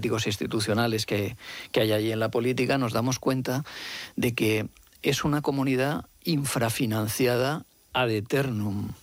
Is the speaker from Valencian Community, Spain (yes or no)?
yes; Alicante, Valencian Community, Spain; Y soy alicantino, o sea, valenciano.